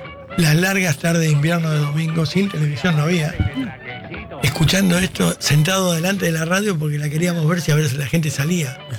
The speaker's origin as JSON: {"language": "Spanish", "country": "Argentina", "said": "Queremos ser norteamericanos. Ese es otro problema de los argentinos. Y no somos norteamericanos. Y queremos ser."}